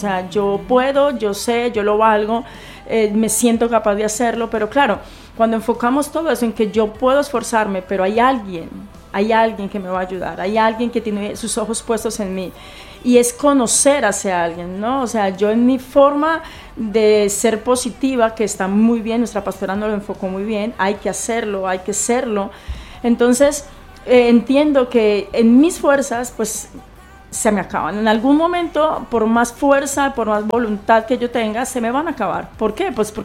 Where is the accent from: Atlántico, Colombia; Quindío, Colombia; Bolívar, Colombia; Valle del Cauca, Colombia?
Quindío, Colombia; Armenia; la ciudad de donde yo vengo, de donde yo soy, le llaman la ciudad del milagro. Armenia, uh-huh, le dicen en Colombia la ciudad del milagro